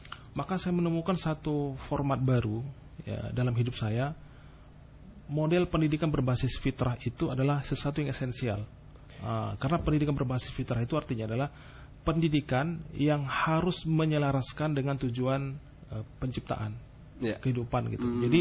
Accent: Aceh, Indonesia; also born or lived in Medan; Ya. Saya lahir di Aceh Singkil.

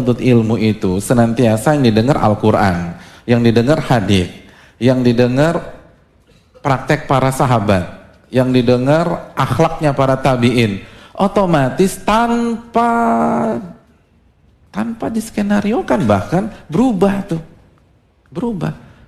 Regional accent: Jakarta, Indonesia; Saya dari kecil sampai SMA itu di Jakarta, omongannya logo-logo.

